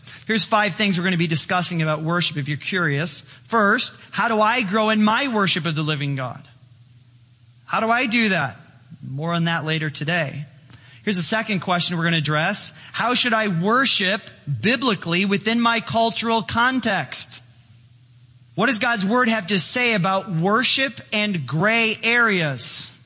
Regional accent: Chicago, Illinois, United States; born or raised there

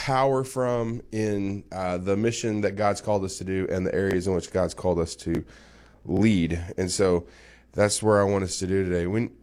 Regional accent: Little Rock, Arkansas, United States; I grew up in Arkansas, I grew up in Little Rock. I'm familiar with this weather around here.

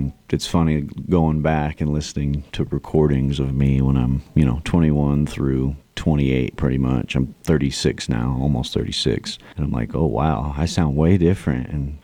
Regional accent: Sandy, Utah, United States; also born or lived in Tennessee; I'm from Sandy, Utah.

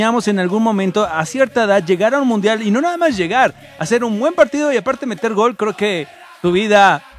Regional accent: Mexico; a nosotros como mexicanos

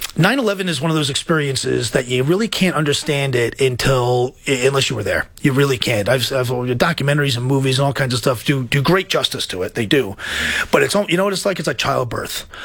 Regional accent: New York City, New York, United States; I'm a New Yorker. I'm from Queens.

